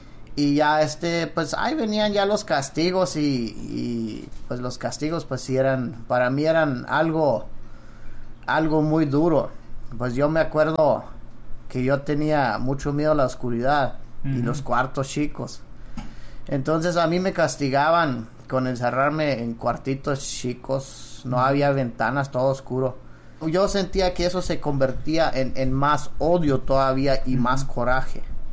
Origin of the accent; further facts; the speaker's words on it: Cuauhtémoc, Chihuahua, Mexico; Yo vengo de Cuauhtémoc, Chihuahua. Es una colonia menonita ahí. Uh-huh. Hay algunas colonias, pero lo que es más donde yo crecí es en Los Cienes.